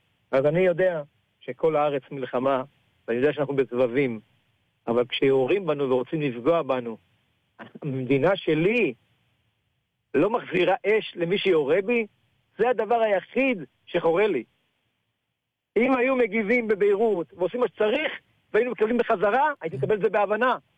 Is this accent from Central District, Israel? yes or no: no; Kiryat Shmona, Northern District, Israel; אני נולדתי פה. נולדתי בצריף הירוק בקריית שמונה. גדלתי פה, התחנכתי פה